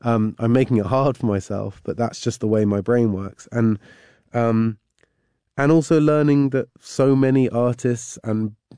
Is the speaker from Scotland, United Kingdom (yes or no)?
no; Cheltenham, South West England, United Kingdom; I had a really great upbringing in that town, and my dad was an English teacher at my school.